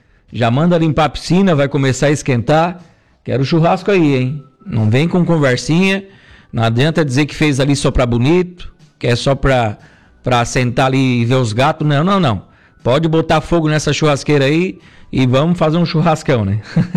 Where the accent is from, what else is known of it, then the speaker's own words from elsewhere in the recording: Balneário Arroio do Silva, Santa Catarina, Brazil; moved away; Um abraço pro pessoal do povo da minha terra aí do Gelo Escobinho, no Balneário Rui de Silva.